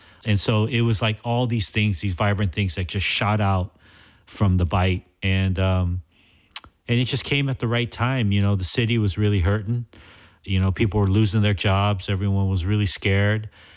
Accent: Los Angeles, California, United States; So the thing about where we're from Los Angeles. We're specifically from the central region of Los Angeles, the city, Koreatown, East Hollywood, Pico Union, Mid-City.

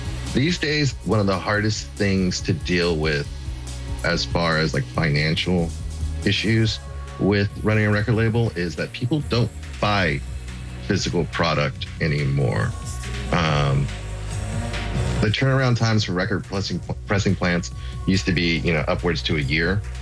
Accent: Oakland, California, United States; I'm from Oakland, California. I started the label about 5 years ago.

